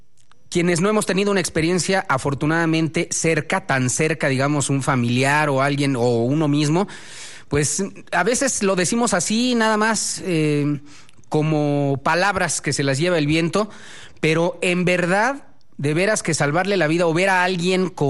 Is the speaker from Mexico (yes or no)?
yes; Mexico; ¿Qué tan solidarios somos los mexicanos?